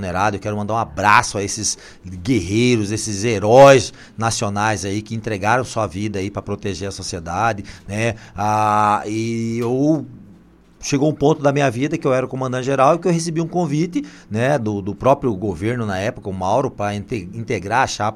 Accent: Várzea Grande, Mato Grosso, Brazil; eu sou um menino pobre das ruas do Jardim Glória, ali na Várzea Grande, onde eu cresci num bairro que não tinha nem asfalto

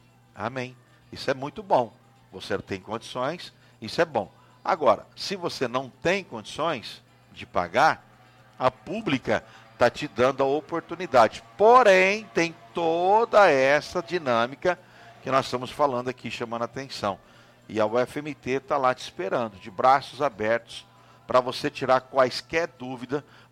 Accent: São Paulo, Brazil; moved away; no interior de São Paulo, onde nós moramos, onde eu fui criado

